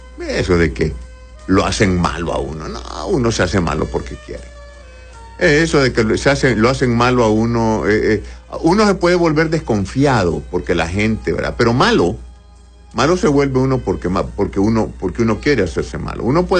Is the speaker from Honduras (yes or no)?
yes; Honduras